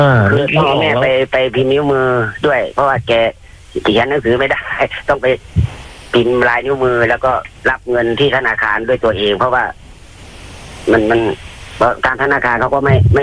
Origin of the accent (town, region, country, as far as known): Bangkok, Thailand; born or raised there